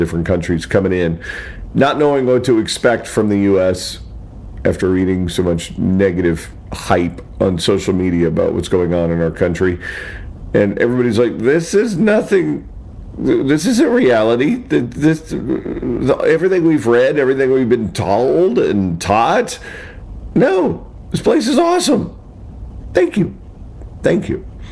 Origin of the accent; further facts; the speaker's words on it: United States; just speaking very selfishly as an American